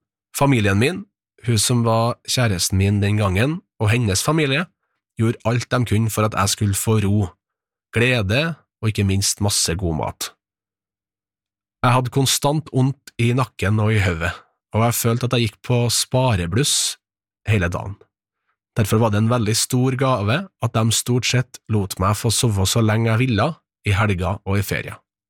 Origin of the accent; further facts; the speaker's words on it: Levanger, Trøndelag, Norway; born there